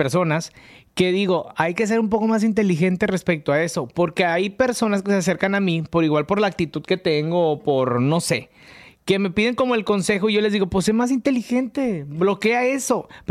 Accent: Sinaloa, Mexico

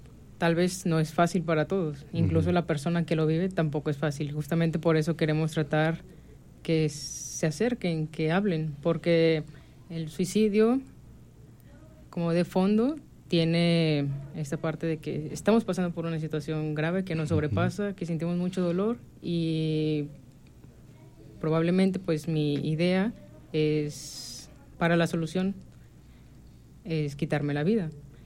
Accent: Autlán, Jalisco, Mexico; also born or lived in Mexico City / Ciudad Guzmán; Bueno, yo nací en Ciudad de México, pero tengo familiares que son de este lado de Jalisco. Okay. Y cuando era pequeña nos vinimos para acá, aquí a Outland. Uh-huh. Y toda la escuela la cursé aquí, a excepción de la carrera, que fue ahí en Guzmán.

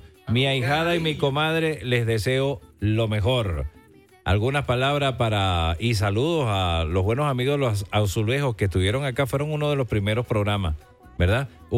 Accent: Zulia, Venezuela; nosotros los zulianos tenemos esa referencia tanto el 18 de noviembre como ahora el 24 y 31 en el Pozón, que es el reencuentro zuliano.

